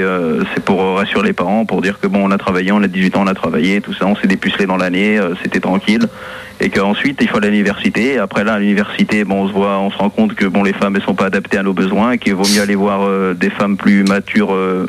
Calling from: Paris, Île-de-France, France; J'appelle de Paris, moi.

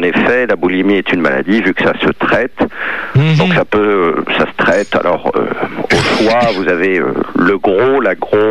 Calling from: Pithiviers, Centre-Val de Loire, France; Moi j'appelle de Pithiviers

